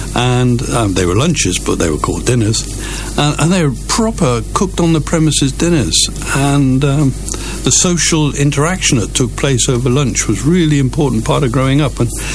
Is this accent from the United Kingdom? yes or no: yes; Ross-on-Wye, West Midlands, United Kingdom; moved away as an adult; I was born in Walford Road in 1947